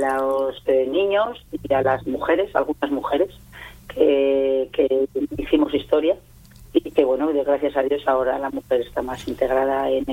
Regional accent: Santoña, Cantabria, Spain; a pesar de que soy de Santoña

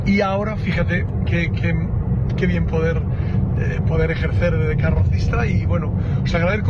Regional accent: Laredo, Cantabria, Spain; moved away; en mi pueblo, en mi tierra

